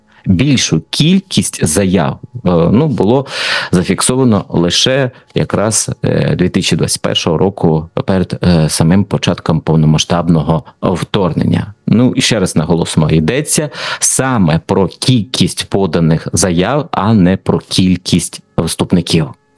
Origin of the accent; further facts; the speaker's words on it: Kharkiv, Kharkiv Oblast, Ukraine; born there; also born or lived in Dnipro; Хоча Дніпро – це моя мала батьківщина, і, можливо, я б мав би більше за них вболівати, але я все своє життя так сталося, я живу у Харкові.